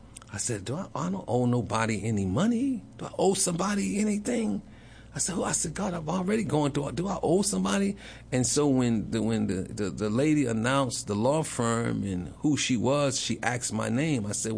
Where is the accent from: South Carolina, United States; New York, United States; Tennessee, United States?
New York, United States; New York City; I'm from New York City.